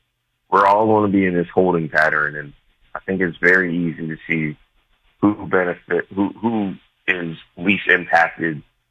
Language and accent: English; Philadelphia, Pennsylvania, United States; I'm from Philly.